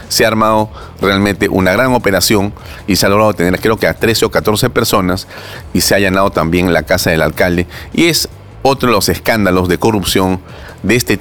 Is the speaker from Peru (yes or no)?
yes; Peru